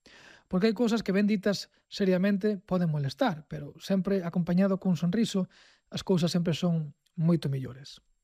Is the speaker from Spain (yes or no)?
yes; A Mezquita, Galicia, Spain; é unha xota que aprendín na miña aldea, no Pereiro. Que non sepa onde está o Pereiro, é unha aldea que da provincia de Ourense, concretamente no concello da Mezquita, que é onde eu son